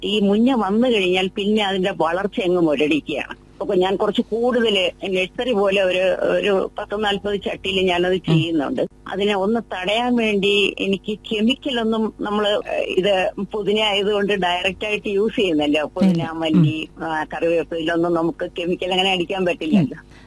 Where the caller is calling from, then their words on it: Thiruvananthapuram, Kerala, India; ഉള്ളൂരിൽ നിന്നാണ് സംസാരിക്കുന്നത്.